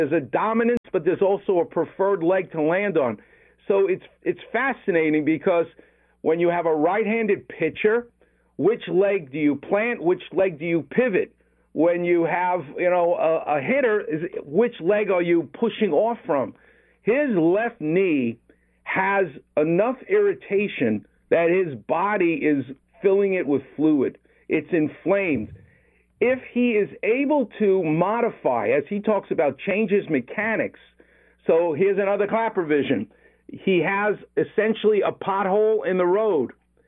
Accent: New York City, New York, United States; now in Los Angeles, United States; I'm from Far Rockaway.

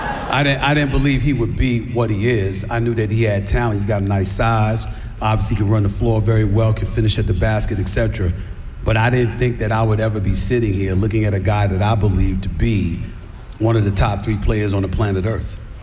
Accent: New York, United States; I'm born and raised in New York.

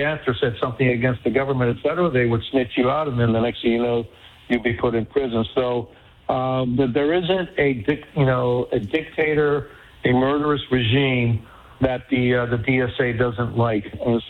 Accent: Miami, Florida, United States; But my story can be replicated, hundreds of thousands of times here in my hometown of Miami

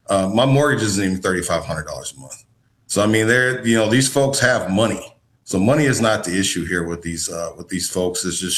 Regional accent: Minneapolis, Minnesota, United States; the gang members that I grew up with in North Minneapolis.

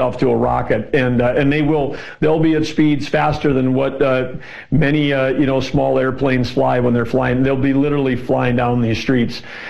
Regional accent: North Dakota, United States; growing up in North Dakota, the only thing we had there was, you know, quarter mile and eighth mile dirt track racing with the hobby stocks.

